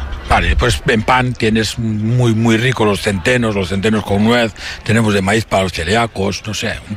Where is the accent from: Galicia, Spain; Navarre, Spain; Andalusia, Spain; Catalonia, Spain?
Galicia, Spain; Hacemos dulces artesanos todos, pues, y pan, y empanadas, somos gallegos, vale.